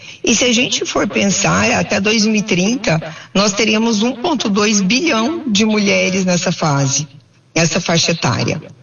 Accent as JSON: {"language": "Portuguese", "town": "São Sebastião do Paraíso", "region": "Minas Gerais", "country": "Brazil", "said": "Eu sou de São Sebastião do Paraíso também."}